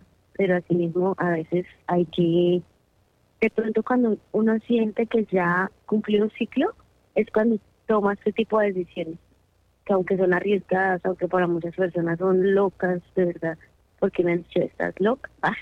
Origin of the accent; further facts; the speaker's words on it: Llanos Orientales, Colombia; para nosotros como familia y como llaneros